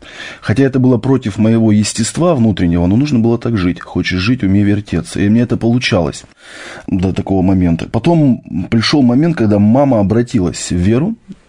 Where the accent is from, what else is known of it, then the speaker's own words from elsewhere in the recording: Miass, Chelyabinsk Oblast, Russia; born there; Мне 34 года. У меня вот семья, замечательная жена, трое детей. Я сам с Южного Урала, это город Миасс, Челябинская область. Уже как 12 лет я верующий человек